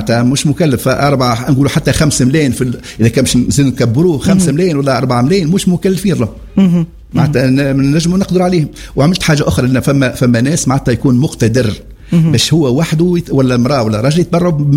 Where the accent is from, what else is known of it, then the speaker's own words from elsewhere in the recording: Tunisia; بلادي تونس الخضرة